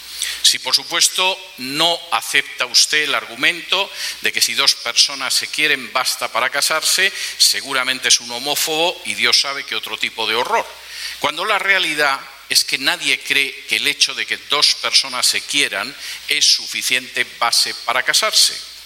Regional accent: Spain; ¿Qué ha significado, por ejemplo, en mi país de origen, en España, el que se aprobara esa ley de salud sexual y reproductiva?

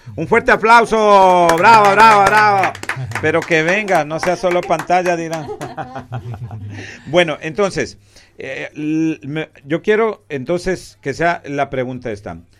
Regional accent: Ecuador; now in United Kingdom; Soy ecuatoriano

